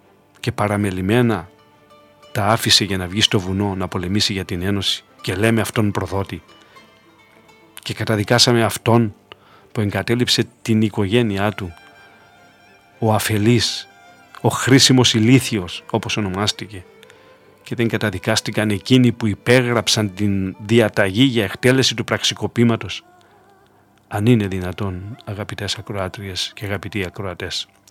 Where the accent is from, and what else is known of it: Cyprus; born there